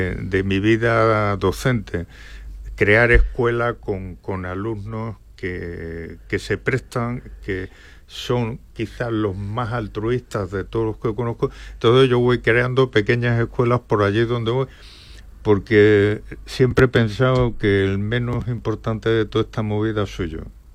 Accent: Córdoba, Andalusia, Spain; Yo soy, como dices tú muy bien, senequista, porque soy cordobés y además soy estoico.

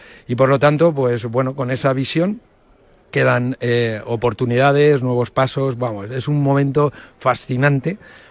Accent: Spain; intentando aportar ese valor que nos permita, como españoles, poder acceder a contratos

